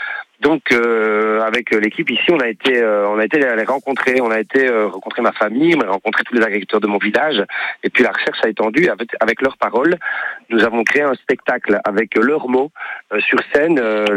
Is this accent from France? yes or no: no; Belgium; on est belge. Toute l'équipe de tournée ici avec nous, on est tous belges